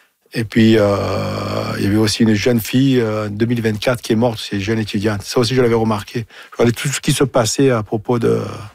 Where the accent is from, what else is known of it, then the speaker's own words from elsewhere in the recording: Marseille, Provence-Alpes-Côte d'Azur, France; accent: Marseille; avec mon accent, je suis de Marseille, bien sûr.